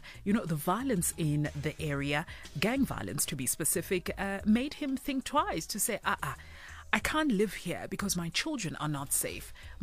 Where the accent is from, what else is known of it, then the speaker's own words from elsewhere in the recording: Johannesburg, Gauteng, South Africa; born there; I grew up in Alex. A portion, I think a couple of years when I was really young, I grew up in Alex.